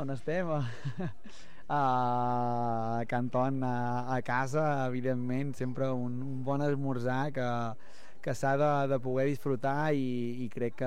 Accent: Santa Eulàlia de Riuprimer, Catalonia, Spain; Sortirem del meu poble, Santa Eulàlia Riuprimer

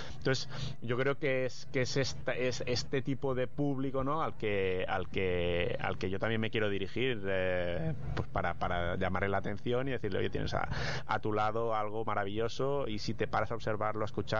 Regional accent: Catalonia, Spain; en Cataluña no tenemos la traducción

